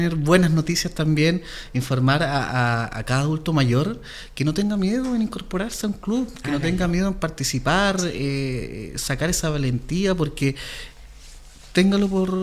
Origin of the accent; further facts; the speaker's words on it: Osorno, Los Lagos, Chile; No, yo soy osornino.